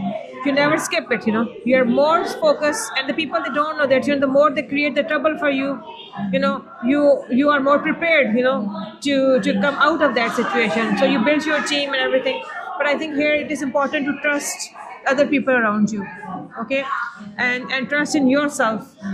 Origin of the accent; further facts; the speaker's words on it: Cork, Munster, Ireland; And I say, because I'm from Cork, you know, and they say, okay, answer is done.